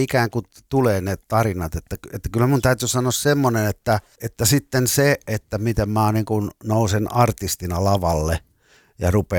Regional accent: Lapua, South Ostrobothnia, Finland; Mä oon kotoisin pienestä Ruhan kylästä, maalaiskylästä, Lapua ja Seinäjoen puolesta välistä.

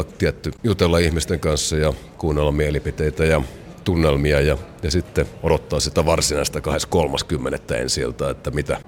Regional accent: Lapland, Finland; mä olen Lapista kotosi

